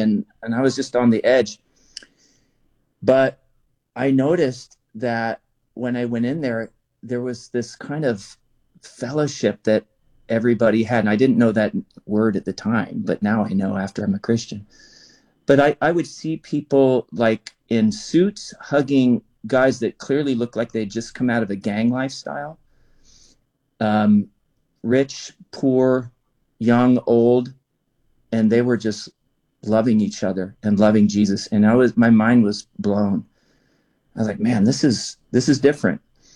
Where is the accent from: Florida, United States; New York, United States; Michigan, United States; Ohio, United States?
Ohio, United States; Cincinnati; I was born in Cincinnati, Ohio, and I grew up there in the Midwest. had kind of a nominal church background. My relatives, my ancestors were Presbyterians from Scotland